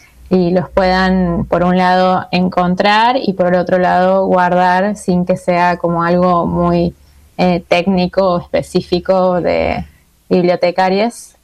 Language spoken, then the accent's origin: Spanish; Córdoba, Argentina; born or raised there